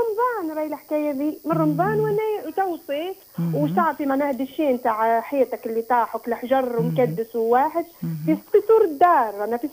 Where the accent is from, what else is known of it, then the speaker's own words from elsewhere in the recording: Gafsa, Gafsa Governorate, Tunisia; فتح من قفصة. في وسط قفصة.